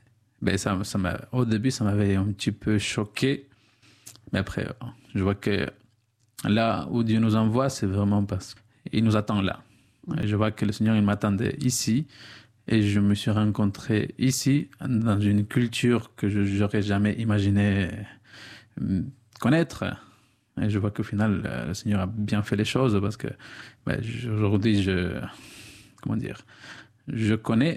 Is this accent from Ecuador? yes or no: yes; Ecuador; moved away as an adult; now in Bayonne, France; Je viens de l'Équateur, j'ai 30 ans. Bon, je viens d'une famille de 9 enfants. Moi, je suis le septième, alors entre le petit. Et voilà, je suis à Bayonne depuis 9